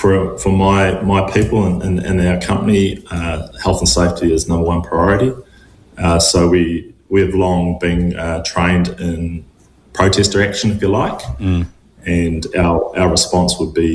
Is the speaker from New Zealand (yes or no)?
yes; New Zealand; My team is 95% New Zealanders, and we're all here to better our country and our future for our children.